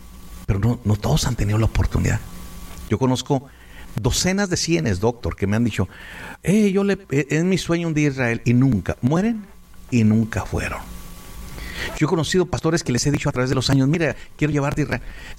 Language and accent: Spanish; Ciudad Juárez, Chihuahua, Mexico; now in Los Angeles, United States; Nosotros no somos de Los Ángeles, estamos en Los Ángeles. En cada estado que estamos, nosotros somos de Ciudad Juárez. Y no estábamos ni en Ciudad Juárez, pero deseábamos estar en nuestro México lindo y querido.